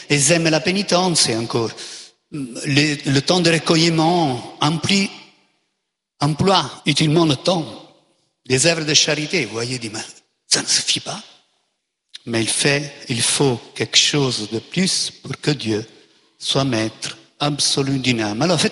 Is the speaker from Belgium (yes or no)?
no; Italy; Fais attention, pour ceux que je connais de l'Italie, mon pays d'origine, ou de la France, il y en a beaucoup là.